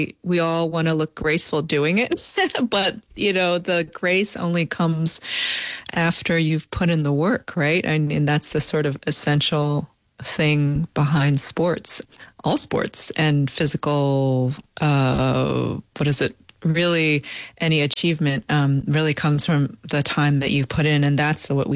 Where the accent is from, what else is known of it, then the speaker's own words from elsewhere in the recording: New York, United States; And my brother and I grew up on Long Island in New York, and we were immersed in water and swimming since a very young age